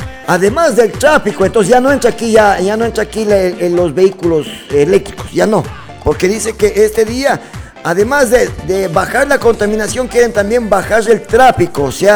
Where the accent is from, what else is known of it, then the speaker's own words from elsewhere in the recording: Ecuador; para los que somos ecuatorianos